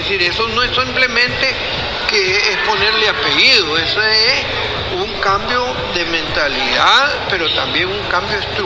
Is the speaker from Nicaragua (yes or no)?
yes; Nicaragua; Somos los nicaragüenses los que vamos a elegir las elecciones